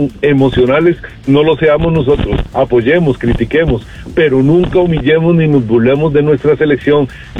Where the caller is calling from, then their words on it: San José, Costa Rica; de San José.